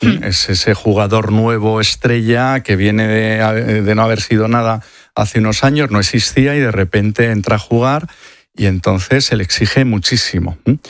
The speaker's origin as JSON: {"language": "Spanish", "region": "Andalusia", "country": "Spain", "said": "Y ya que soy andaluz, oye, lo aprovecho."}